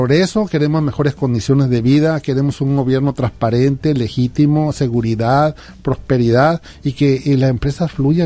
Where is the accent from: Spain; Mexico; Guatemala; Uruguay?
Mexico; somos mexicanos y somos familias afines al mismo trabajo, en la misma tierra, que esta tierra nos vio nacer y en esta tierra nos puede ver morir